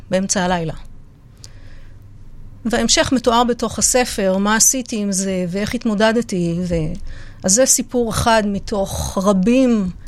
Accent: Nahariya, Northern District, Israel; now in Caesarea, Israel; גדלתי בנהריה, בשכונת פועלים להורים קשי יום.

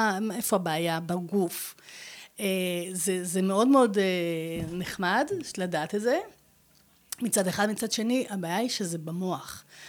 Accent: Hadera, Haifa District, Israel; אני באתי מחדרה. זה עיר קטנה מאוד, מאוד לא מפותחת. קטנה, נחמדה, באמת, באתי מבית צנוע מאוד.

